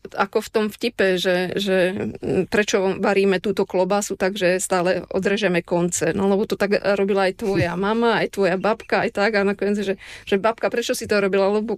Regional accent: Ludrová, Žilina Region, Slovakia; moved away; je to moja rodná dedina, ale je tam proste srdce, korene. Moji prarodičia pochádzajú z tej dediny a som tam zakorenená.

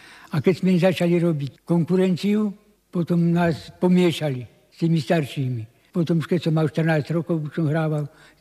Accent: Myjava, Trenčín Region, Slovakia; U nás na Myjave, keď som chodil do školy prvý rok

